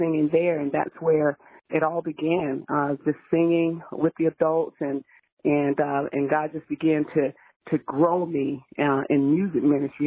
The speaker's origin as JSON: {"language": "English", "town": "LaGrange", "region": "Georgia", "country": "United States", "tie": "born or raised there", "said": "I grew up in LaGrange, Georgia."}